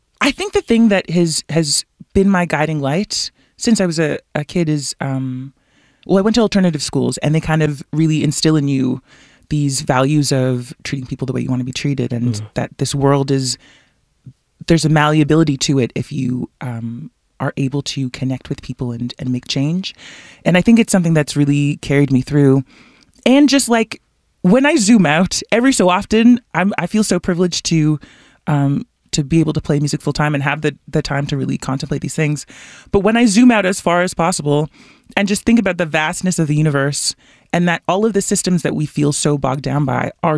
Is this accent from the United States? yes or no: no; Toronto, Ontario, Canada; growing up in Toronto as a first generation Canadian